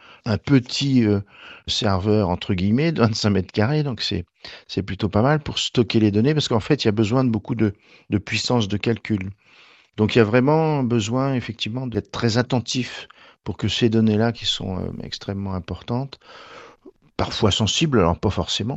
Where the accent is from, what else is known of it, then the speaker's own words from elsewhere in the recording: France; Avoir aussi des serveurs qui soient chez nous en France pour stocker les données